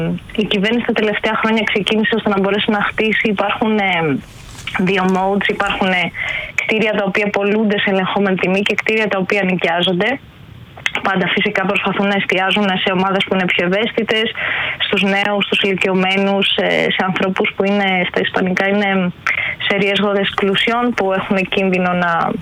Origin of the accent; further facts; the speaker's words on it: Kallithea, Attica, Greece; also born or lived in Chania / Madrid; είμαι 20 χρόνια στην Ελλάδα, λέγω είμαι από την Αθήνα, από την Καλυθέα, έχω ζήσει στα Χανιά 2 χρόνια.